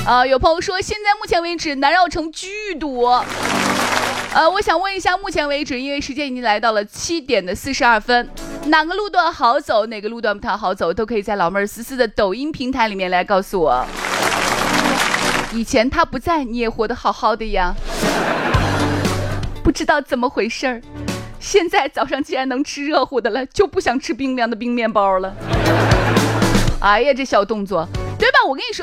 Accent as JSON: {"language": "Chinese", "region": "Shaanxi", "country": "China", "said": "我们陕西人"}